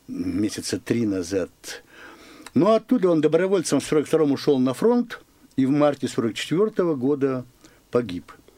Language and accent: Russian; Yekaterinburg, Sverdlovsk Oblast, Russia; я считал себя коренным екатеринбуржцем, а оказывается, нет, дед-то мой родился в Ревде.